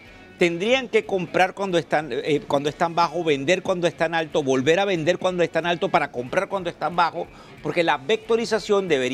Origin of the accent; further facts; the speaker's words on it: Venezuela; accent: Venezuelan; porque mi acento es venezolano